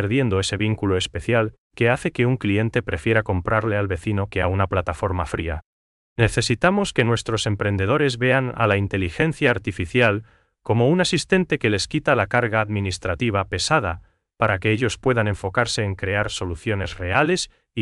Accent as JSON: {"language": "Spanish", "country": "Paraguay", "said": "esa calidez humana que nos caracteriza como paraguayos"}